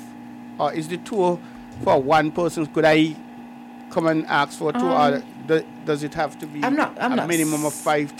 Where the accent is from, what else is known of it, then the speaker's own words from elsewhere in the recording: Sandy Point, St. Kitts & Nevis; I am from Sam SP, where the best be, Sandy Point.